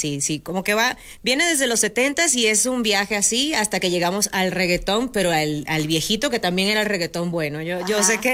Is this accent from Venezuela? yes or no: yes; Venezuela; Yo, por ejemplo, soy venezolana